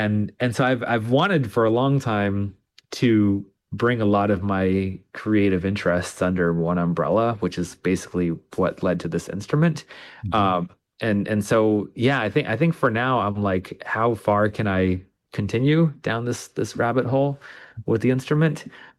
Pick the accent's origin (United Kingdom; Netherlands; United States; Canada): United States; Plattsburgh, New York; moved away as an adult; now in Charlottesville, United States; Ironically, it's also my hometown, where I grew up.